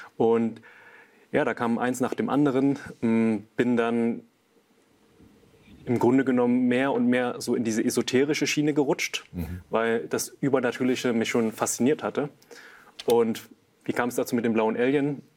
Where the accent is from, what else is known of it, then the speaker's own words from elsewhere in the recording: Germany; born there; ich bin zwar hier in Deutschland zur Welt gekommen und so weiter, aber meine Familie kommt eher aus einem nicht-deutschen Hintergrund